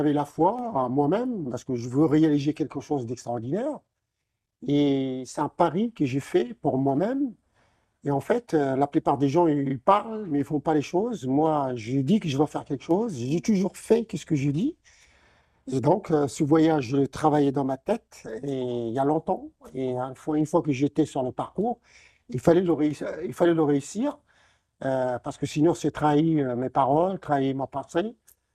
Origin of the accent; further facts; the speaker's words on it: Morocco; born there; je suis né au Maroc et je suis parti le 7 février de Casablanca.